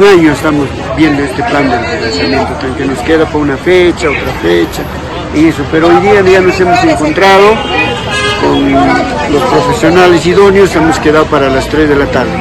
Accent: Mazamari, Junín, Peru; Vengo del distrito de Mazamari, soy de un centro poblado, se llama Santa Rosa de Viña del río Pangá. Soy alcalde de ese lugar.

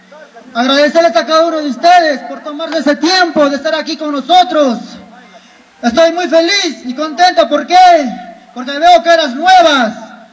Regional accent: Cairani, Tacna, Peru; Yo soy cairaneño. He vivido de la agricultura, de la ganadería, desde muy pequeño.

